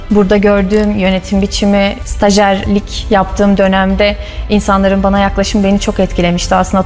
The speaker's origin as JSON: {"language": "Turkish", "town": "Develi", "region": "Kayseri", "country": "Turkey", "tie": "born or raised there", "lives_now": "Kayseri, Turkey", "said": "29 yaşındayım. Develi'de doğdum. Liseyi orada bitirdim."}